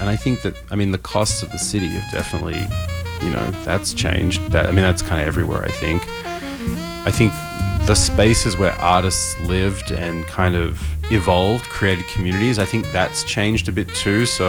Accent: Melbourne, Victoria, Australia; now in New York, United States; Yeah, I came over here quite a few times just on trips, you know, just to hang out and to soak up the incredible melting pot that the city is.

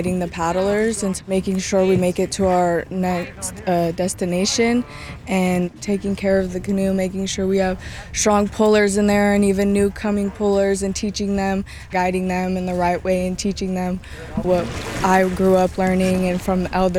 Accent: Washington, United States; I am from the Nisqually tribe.

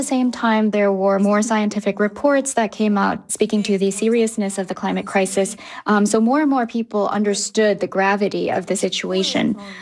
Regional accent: Seoul, South Korea; born or raised there

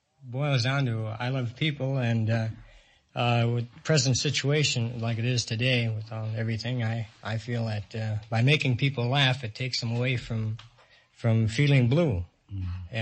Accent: Cloquet, Minnesota, United States; born there; Well, I was born in Cloquet, Minnesota.

